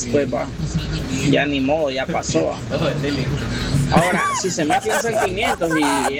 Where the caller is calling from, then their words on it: El Salvador; Yo tenía una novia ahí en El Salvador. Yo soy del Salvador.